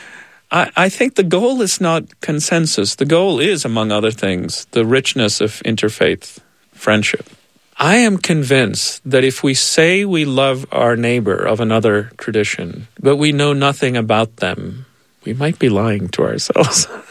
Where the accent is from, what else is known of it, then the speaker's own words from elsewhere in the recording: India; I mean, being Indian is awesome because of the great food. And I do say, thank God I'm an Indian for that reason.